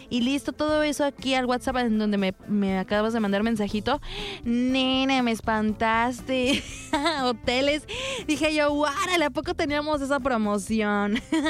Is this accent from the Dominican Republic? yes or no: no; Mexico